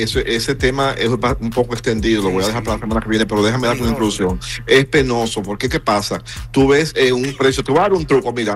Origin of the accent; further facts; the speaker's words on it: Dominican Republic; now in United States; Yo soy de la República Dominicana